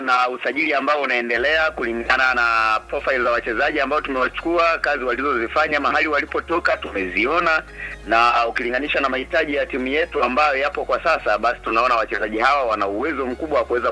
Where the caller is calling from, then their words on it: Iringa, Tanzania; natokea Tumaini Iringa.